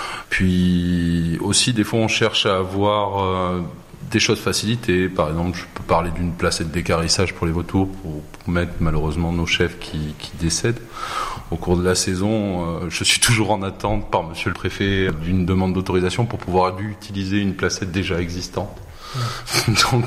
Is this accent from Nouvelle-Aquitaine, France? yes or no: no; Occitanie, France; moved away as an adult; now in Corbières, France; je suis originaire d'Occitanie, donc pour moi c'était primordial de revenir justement sur mes terres. Avant de m'installer comme berger, je me suis expatrié pendant 10 ans à l'étranger. Donc c'était vraiment un retour aux sources.